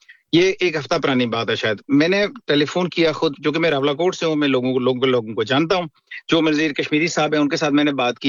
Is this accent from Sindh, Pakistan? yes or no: no; Rawalakot, Azad Kashmir, Pakistan; جہاں پہ میں پلا بڑا ہوں, راولا کوٹ سے میرا تعلق ہے, تھوراڑ ایک جگہ ہے ہماری تحصیل, وہاں سے